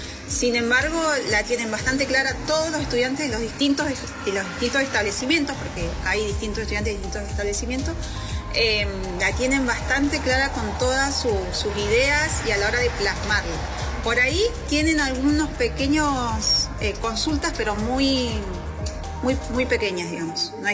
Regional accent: Río Turbio, Santa Cruz, Argentina; a lo que yo, de donde yo vengo, que es de Río Turbio, ¿no?

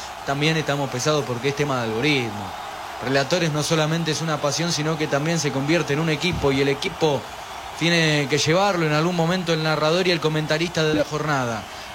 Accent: Argentina; siendo argentino

